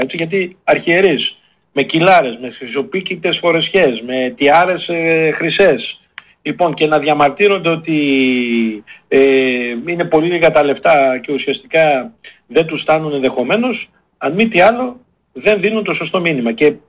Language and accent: Greek; Florina, Western Macedonia, Greece; τον οποίο όταν ήμουν μικρό στη Φλόρινα το βλέπαμε κάποιο δέος.